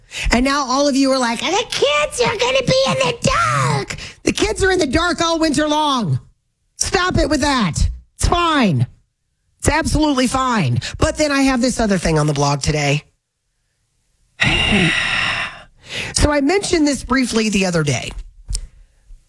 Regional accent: Florida, United States; accent: southern; moved away; The southern accent where I'm from in northern Florida is a hard redneck accent.

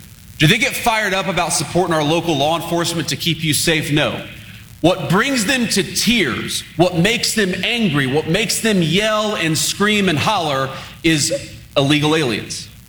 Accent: Middletown, Ohio, United States; And I remember, as I was growing up in Middletown, Ohio, I'd read the newspaper

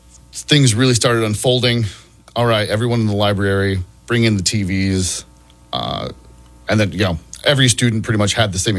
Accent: Bartley, Nebraska, United States; Bartley, Nebraska.

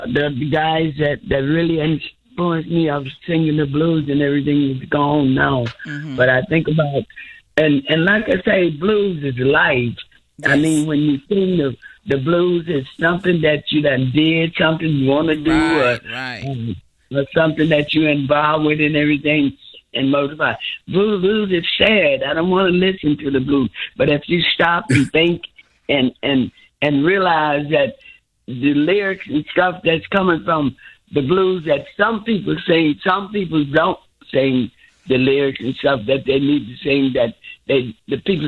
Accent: Arkansas, United States; I'm from Arkansas

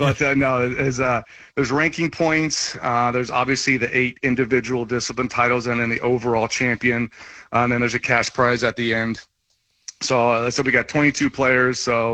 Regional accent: Wilmington, United States; I grew up in Wilmington, and the house we grew up in had a pool table.

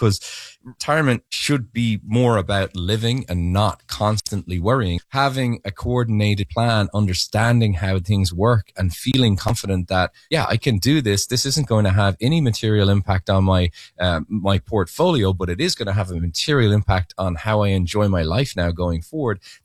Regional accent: Ireland; speaking as an Irish person

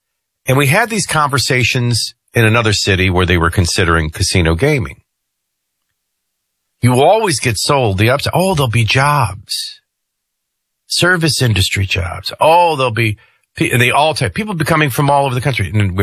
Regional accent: New Orleans, Louisiana, United States; would always say, what was it like growing up in New Orleans?

